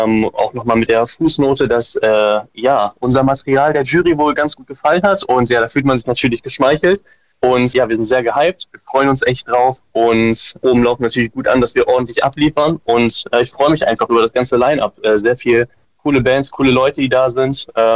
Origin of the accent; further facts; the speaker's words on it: Braunschweig, Lower Saxony, Germany; Wir kommen aus Braunschweig und Umgebung.